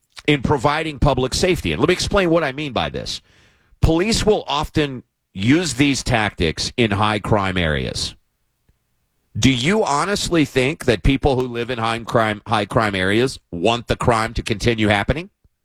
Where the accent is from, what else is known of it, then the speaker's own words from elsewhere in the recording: Southeast, United States; now in San Diego, United States; I grew up in the Southeast.